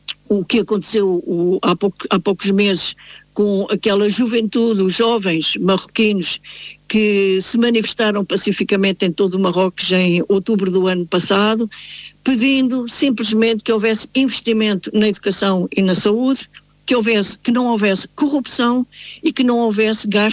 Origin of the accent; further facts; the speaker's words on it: Portugal; nós enquanto portugueses